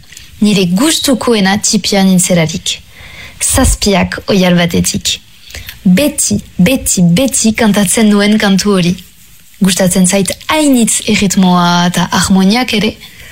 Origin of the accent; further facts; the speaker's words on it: Ustaritz, Nouvelle-Aquitaine, France; naiz, ipare euskal erriko artista. Ustaritzekoa naiz, eta hogeita sortzi urte ditut.